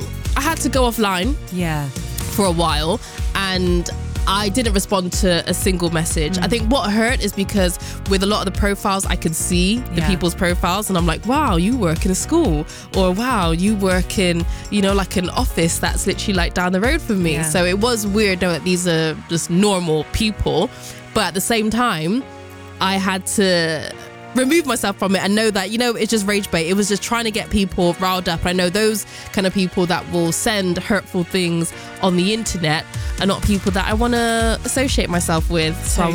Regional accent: Bristol, South West England, United Kingdom; born there; And I was like, bro, I was born in Bristol, like, go back to my country, where?

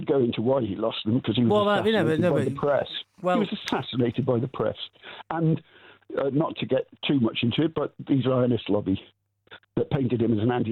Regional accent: Wales, United Kingdom; I'm Welsh.

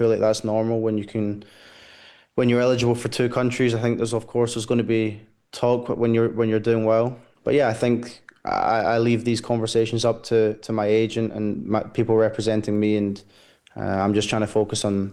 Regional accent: Glasgow, Scotland, United Kingdom; I'm born and raised in Glasgow, and yeah, I certainly feel that I'd want to play for Scotland.

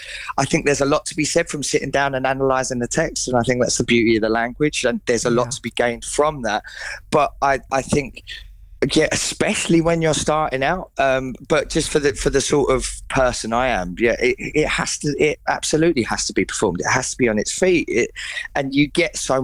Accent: London, United Kingdom; So I'm from East Ham.

